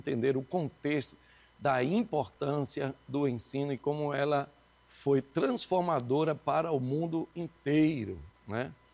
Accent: Bahia, Brazil; Nós somos aqui da Bahia para o mundo.

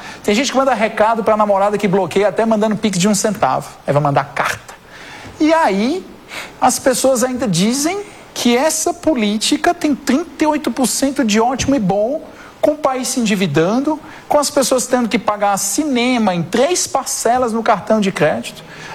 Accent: Ceará, Brazil; Eu sou do Nordeste, eu te garanto uma coisa. Se você for ao interior do meu estado, Ceará, que a maioria absoluta das cidades tem um nível educacional sofrível

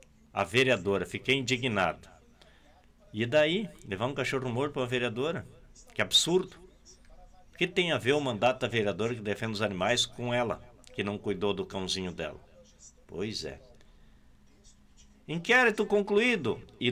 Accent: Brazil

